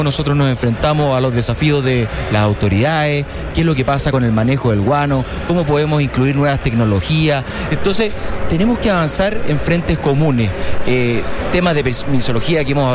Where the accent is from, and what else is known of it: Chile